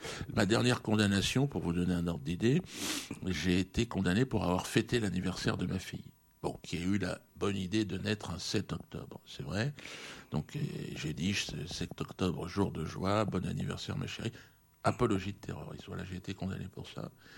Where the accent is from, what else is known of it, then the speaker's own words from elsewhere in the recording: Cameroon; moi j'ai grandi en tant que Camerounais